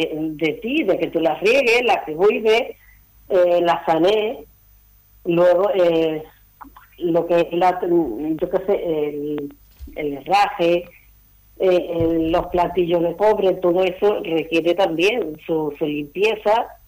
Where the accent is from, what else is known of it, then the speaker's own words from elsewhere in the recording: Málaga, Andalusia, Spain; Mira, yo no soy directamente de aquí, yo soy de Las Flores.